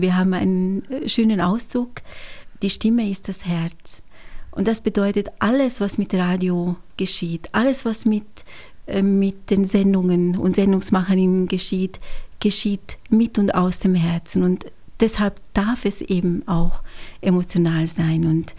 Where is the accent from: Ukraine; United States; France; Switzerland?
Switzerland; also born or lived in Hungary; now in Austria; Ich bin gebürtige Ungarin und bin in der Schweiz aufgewachsen, vielleicht hört man das auch ganz leicht, und bin Doppelbürgerin.